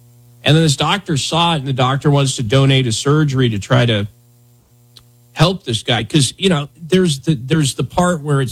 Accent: Buffalo, Wyoming, United States; I grew up in Buffalo, Wyoming

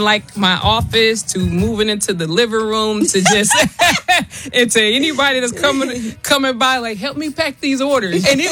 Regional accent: Detroit, Michigan, United States; I'm from Detroit.

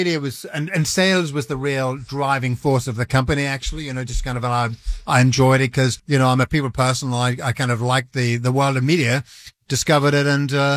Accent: Belfast, Northern Ireland, United Kingdom; I'm from a place called Belfast in Northern Ireland.

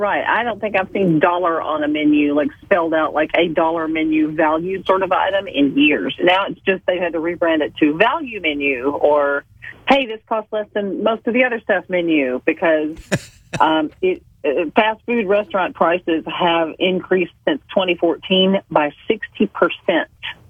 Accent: Mississippi, United States; moved away; also born or lived in New York City; Mississippi is number one. My home state

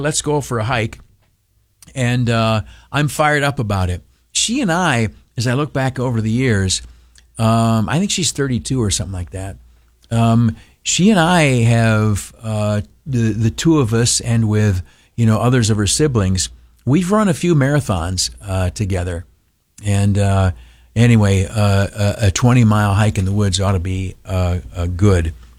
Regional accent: Canisteo, New York, United States; I grew up in a town of Canastillo, in the Southern Tier, a home of the world-famous Canastillo Living Sign.

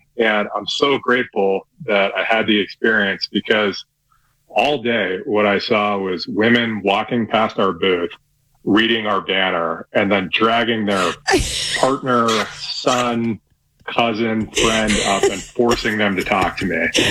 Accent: New England, United States; moved away; I grew up in New England

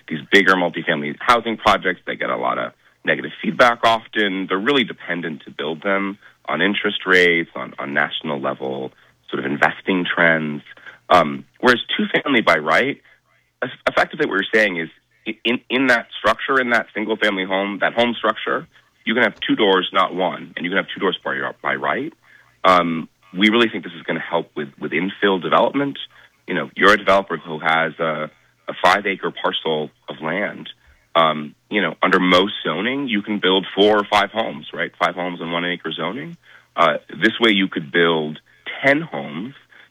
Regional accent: Truro, Massachusetts, United States; the three police officers in Truro, right, my hometown.

